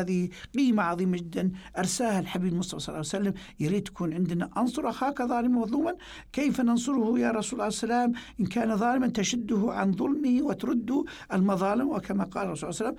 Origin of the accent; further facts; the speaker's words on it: Libya; في حقوق نحن كليبيين كدولة ليبية، عندنا حقوق ما بين بيتي وبيت الجاري